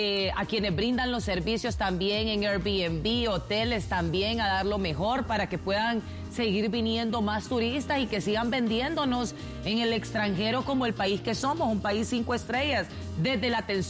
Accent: Honduras

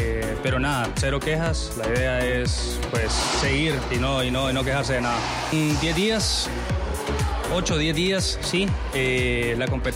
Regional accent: Honduras

